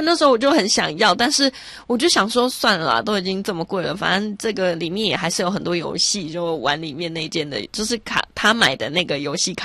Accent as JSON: {"language": "Chinese", "country": "Taiwan", "said": "我身为一个台湾人"}